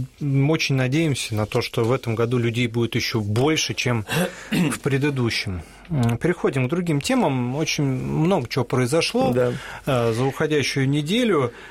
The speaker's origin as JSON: {"language": "Russian", "region": "Moscow", "country": "Russia", "tie": "born or raised there", "said": "Мы с Романом коренные москвичи оба, и очень радуемся, когда есть возможность всем вместе почтить память святых Московского собора."}